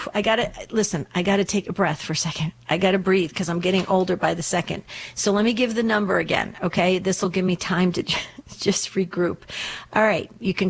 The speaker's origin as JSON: {"language": "English", "region": "New Jersey", "country": "United States", "tie": "born or raised there", "lives_now": "Arizona, United States", "said": "Every time I get sad about, because I live in Arizona, every time I'm sad about leaving New Jersey"}